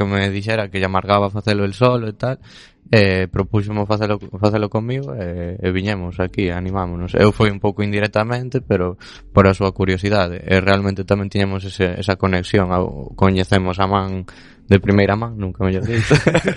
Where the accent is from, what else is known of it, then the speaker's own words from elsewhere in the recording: Xunqueira, Galicia, Spain; Somos de Xunqueira.